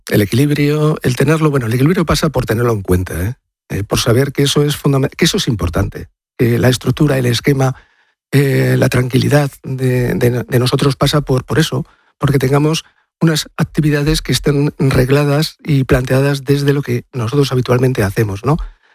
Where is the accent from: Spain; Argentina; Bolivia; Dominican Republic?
Spain; Madrid, Community of Madrid; Yo soy del pueblo de Madrid.